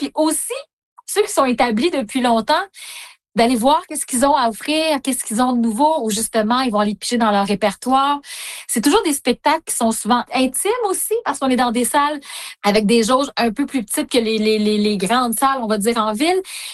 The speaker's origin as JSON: {"language": "French", "town": "Carleton", "region": "Quebec", "country": "Canada", "tie": "born or raised there", "said": "en tant que petite Gaspésienne"}